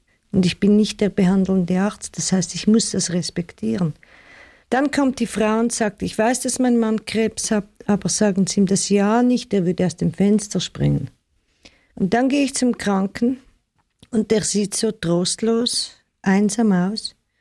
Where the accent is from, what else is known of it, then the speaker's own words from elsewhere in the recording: Switzerland; accent: Swiss; moved away as an adult; now in New York City, United States; ich bin in der Schweiz groß geworden und in die Schule gegangen und habe Medizin studiert in der Schweiz und habe dann einen Amerikaner geheiratet und bin in New York City gelandet.